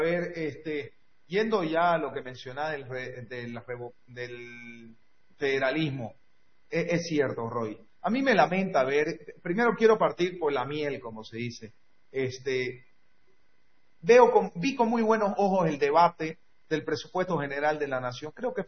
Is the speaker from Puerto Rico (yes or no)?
no; Bolivia; la cuenta que están queriendo que paguemos los bolivianos